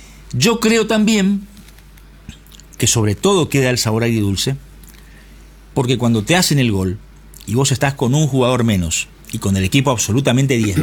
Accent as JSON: {"language": "Spanish", "country": "Argentina"}